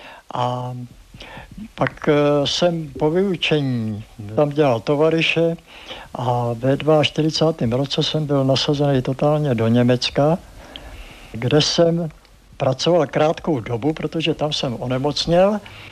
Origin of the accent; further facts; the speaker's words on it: South Bohemian Region, Czechia; dělal jsem tady zkoušky a teď vidím, že nejsem přijatý, jsem z Jižní Čech.